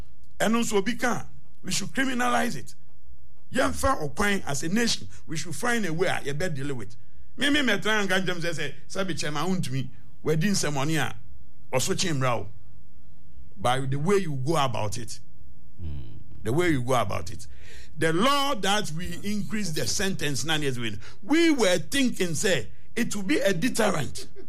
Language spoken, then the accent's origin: English; Ghana; Matisse Mu discussed here as a Ghanaian